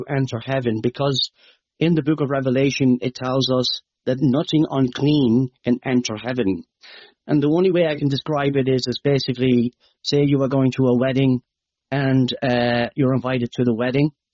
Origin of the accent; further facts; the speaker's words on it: Midlands, Ireland; Some of you are Irish might know, my accent might be hard to understand, but for the American Americans might be able to understand me, you know. It's in the Midlands of Ireland, the Midlands in Ireland.